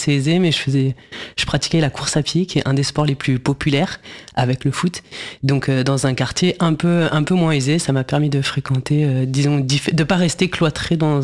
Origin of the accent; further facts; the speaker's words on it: Île-de-France, France; Alors moi je suis né en 1985, donc génération Mitterrand, si ça peut résumer la situation. Et j'ai grandi dans l'ouest parisien, donc je suis une banlieusarde, comme on pourrait le nommer